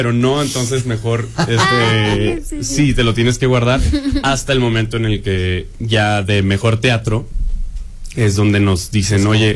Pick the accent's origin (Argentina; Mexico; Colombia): Mexico; nosotros como mexicanos